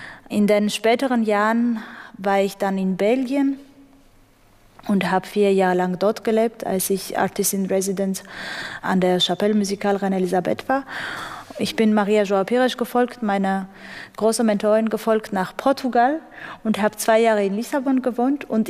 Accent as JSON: {"language": "German", "country": "Armenia", "said": "Ich vermisse Armenien als mein Heimatland schon, aber eben für andere Sachen, eben für das Essen"}